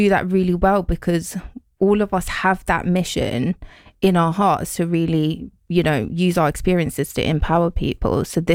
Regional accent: England, United Kingdom; also born or lived in Sri Lanka; I was born in Sri Lanka, so coming to England quite young and adapting to a new country and then going through the foster care system

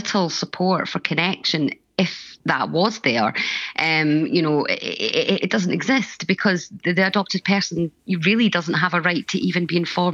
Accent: England, United Kingdom; born there; I was born and adopted in England to Scottish parents.

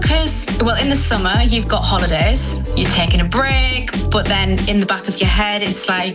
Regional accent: Middlesbrough, North East England, United Kingdom; moved away as an adult; also born or lived in London; So I am originally from Middlesbrough, moved to London when I was 18 for uni.

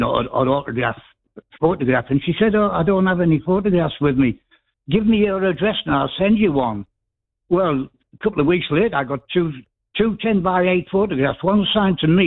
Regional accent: Hartlepool, North East England, United Kingdom; I'm from Hartlepool on the northeast coast.

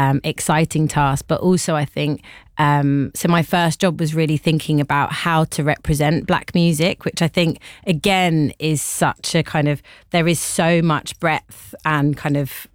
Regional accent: London, United Kingdom; Yeah, so I am Jamaican heritage and grew up in Brixton

